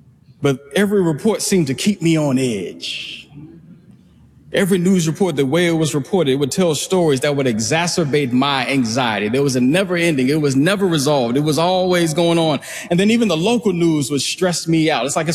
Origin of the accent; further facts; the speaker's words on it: Tennessee, United States; If you go back to my home state, it's only 7.3 million people in the whole state. State of Tennessee.